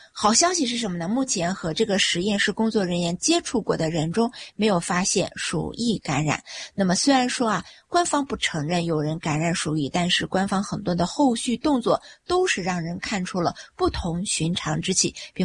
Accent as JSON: {"language": "Chinese", "country": "United States", "said": "咱们美国人是吵了几十年"}